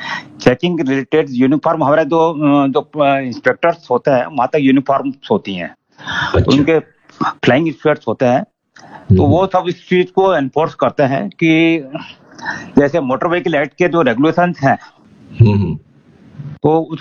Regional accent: Jaipur, Rajasthan, India; also born or lived in Gorir, Jhunjhunu district; मेरा जन्म तो गांव में हुआ, लेकिन क्योंकि पापा एजी ऑफिस में थे तो हम जयपुर शिफ्ट हो गए थे।

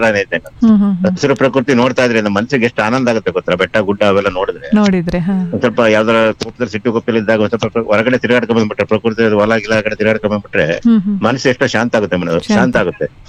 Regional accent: Hassan district, Karnataka, India; ರತ್ತಿಜೋಡನಹಳ್ಳಿ, ಹುಣಸಪುರ ತಾಲೂಕು, ಹಾಸನ ಜಿಲ್ಲೆ, 573-211 ಕರ್ನಾಟಕ ರಾಜ್ಯ.

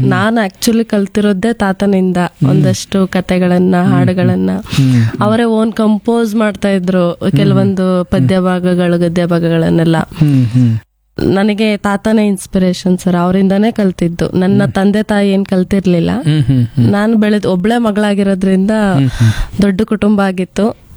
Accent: Rampura, Karnataka, India; born there; moved away as an adult; also born or lived in Hullahalli; now in Mysore, India; ರಾಮ್ಪುರ ಮೂಲ ನನ್ನ ಊರಾಗಿದ್ದೆ. ಹುಲ್ಲಳ್ಳಿನಲ್ಲಿ ನಾನು ಕೋರ್ಸ್ ಮಾಡಿದ್ದು, ಡಿಗ್ರಿವರೆಗೂ ನಾನು ಅಲ್ಲೇ ಮುಗಿಸಿದ್ದು.

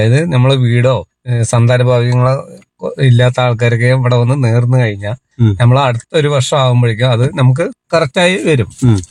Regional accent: Kerala, India; ആ, ജനിച്ചു വളർന്ന ഇവിടുന്ന് ഒരു എടച്ചറ പറഞ്ഞ സ്ഥലത്താണ് ഞാൻ ജനിച്ചത്.

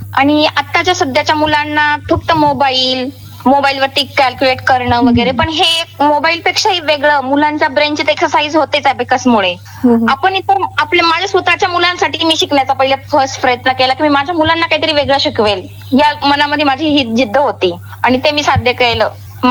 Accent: Pathardi, Maharashtra, India; moved away as an adult; now in Nashik, India; मी मूळची पाथर्डीची आहे, पाथर्डी, आणि माझ्या लग्नानंतर मला नाशिक रोड देवळाली गाव इथे दिलेलं आहे।

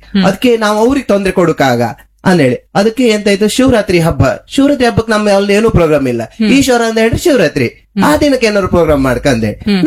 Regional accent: Vaddarse, Karnataka, India

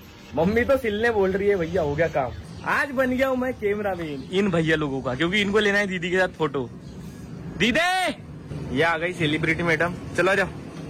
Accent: Maharashtra, India; मेरा गांव है कहाँ पे। तुमसर आना ठीक है, बालाघाट मत आना, तुमसर के पास में है। तुमसर से 28 किलोमीटर दूर है।

